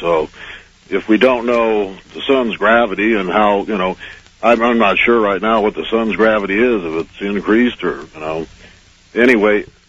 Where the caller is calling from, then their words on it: Reno, Nevada, United States; from Reno.